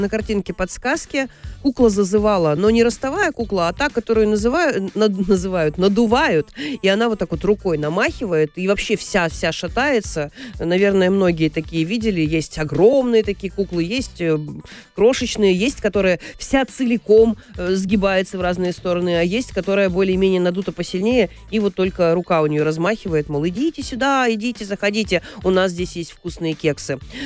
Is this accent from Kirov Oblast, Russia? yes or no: yes; Kirov, Kirov Oblast, Russia; 1700 километров от Санкт-Петербурга до моего родного города Кирова